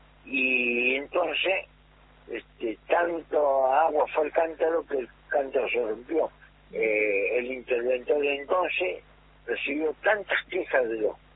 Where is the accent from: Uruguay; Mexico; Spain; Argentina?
Argentina; Quitilipi, Chaco; Yo soy nacido y criado en Quitilic, Chaco